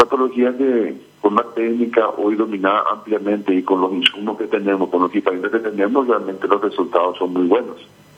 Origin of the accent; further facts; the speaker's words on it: Concepción, Paraguay; Somos todos aquí de Concepción, prácticamente